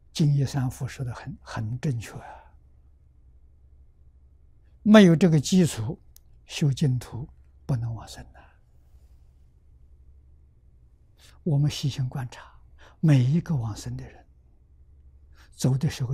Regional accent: China; 我们中国人算虚岁，外国人算实足年龄

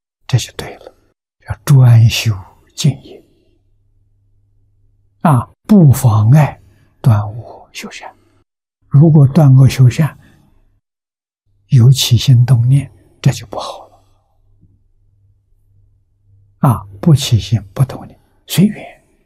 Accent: China; 我们中国人

